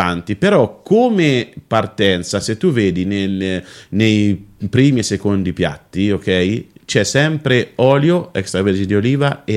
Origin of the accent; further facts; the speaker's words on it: Mercatale, Tuscany, Italy; Io sono aretino e cortonese, perché sono del comune di Cortona, sono mercatalese.